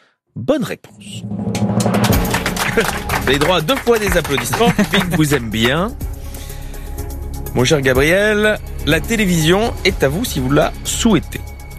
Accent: Brussels, Brussels-Capital Region, Belgium; Chez moi, à Bruxelles

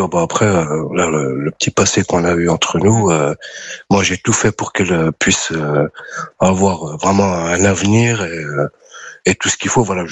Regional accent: France; born there; Bah après, moi, je suis né en France.

